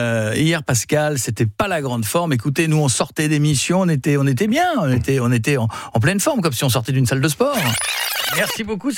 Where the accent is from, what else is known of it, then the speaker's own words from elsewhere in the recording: Hauts-de-France, France; Moi, je viens de l'Aisne.